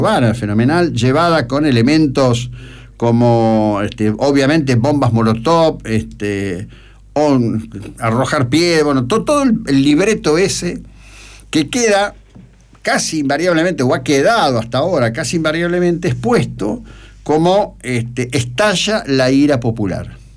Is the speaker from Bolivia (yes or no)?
no; Argentina